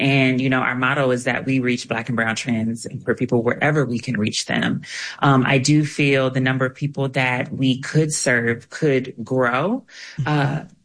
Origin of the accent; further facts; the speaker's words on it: East St. Louis, Illinois, United States; as a Black trans woman who grew up in the U.S., in East St. Louis, Missouri.